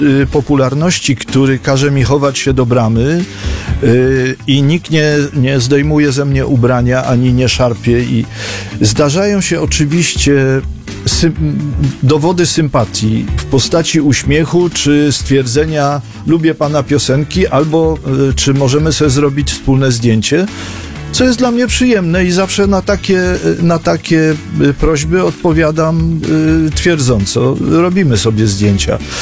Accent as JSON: {"language": "Polish", "town": "Kraków", "region": "Lesser Poland", "country": "Poland", "tie": "born or raised there", "also_born_or_lived": "Rząska", "said": "bo tu poznałem żonę, bo tu się urodziła moja córka, moja wnuczka i tak dalej, i tak dalej. Ja się wychowałem w czynszowej kamienicy w centrum miasta"}